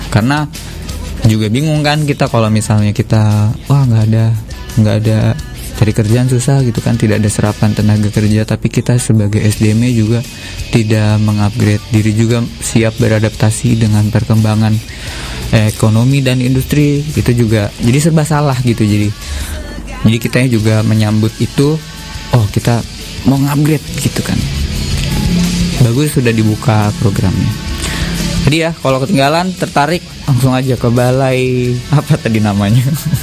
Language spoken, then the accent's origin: Indonesian; Indramayu, West Java, Indonesia; kita sebagai warga Indramayu